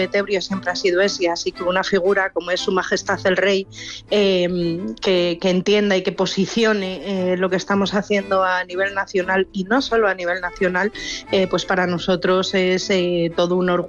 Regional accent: Salamanca, Castile and León, Spain; nosotros estamos muy orgullosos también como salmantinos, porque somos salmantinos

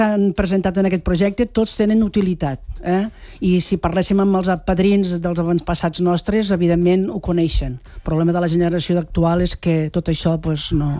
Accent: Catalonia, Spain; now in Arbeca, Spain; soc arbequina d'adopció, eh? Ah. Jo soc de Puigverd de Gramunt.

